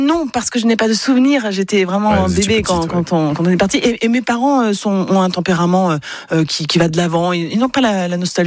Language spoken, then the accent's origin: French; Le Creusot, Bourgogne-Franche-Comté, France; born there; Je suis né au Creusot en Bourgogne.